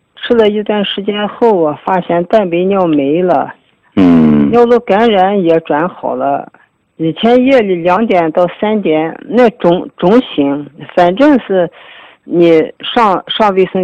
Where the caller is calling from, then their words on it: Changji, Xinjiang, China; 我来自新疆昌吉地区的，今年68岁